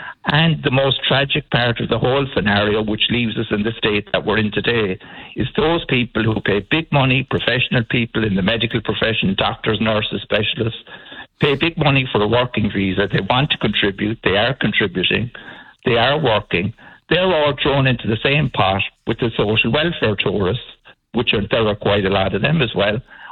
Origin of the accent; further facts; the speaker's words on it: Ireland; I'm very proud to be Irish